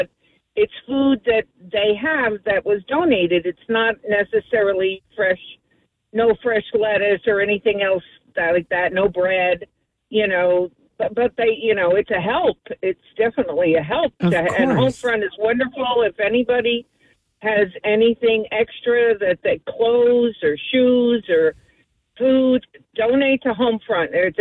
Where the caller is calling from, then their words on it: Trenton, New Jersey, United States; I am in Trenton, where I am living, and I am a senior citizen, 79